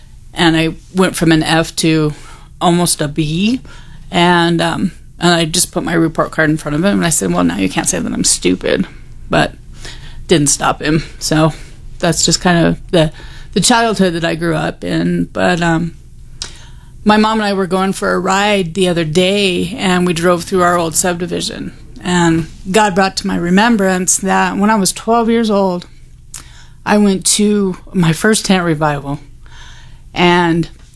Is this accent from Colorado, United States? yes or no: yes; Colorado, United States; born there; also born or lived in Wisconsin; we moved from Wisconsin to Colorado.